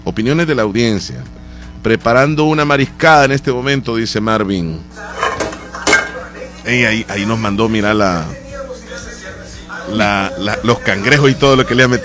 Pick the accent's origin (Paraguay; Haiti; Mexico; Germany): Mexico; soy mexicano